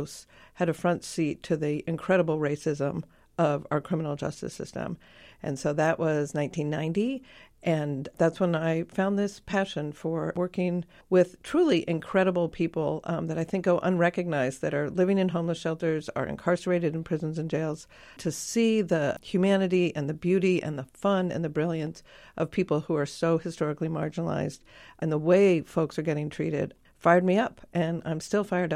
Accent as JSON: {"language": "English", "town": "Portland", "region": "Oregon", "country": "United States", "tie": "born or raised there", "also_born_or_lived": "Washington, D.C. / Louisiana", "moved": "as an adult", "said": "I grew up in the West Hills of Portland."}